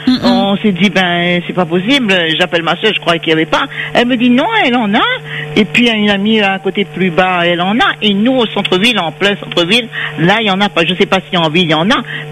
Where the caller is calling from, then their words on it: Saint-André, Réunion; Je suis à Saint-André-Ville, en pleine ville, quoi.